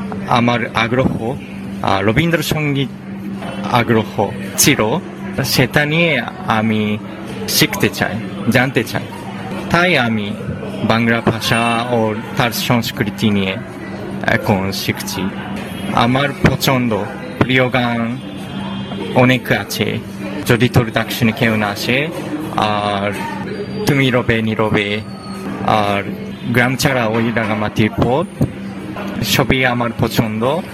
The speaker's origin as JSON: {"language": "Bangla", "country": "Japan", "second_language": "Bangla", "lives_now": "Kolkata, India", "said": "আমি জাপান থেকে এসেছি, আমার বিশ্ববিদ্যালয়ে Tokyo university of foreign studies. এখানে লাস্ট সেপ্টেম্বর মাস থেকে কলকাতায় এসেছি।"}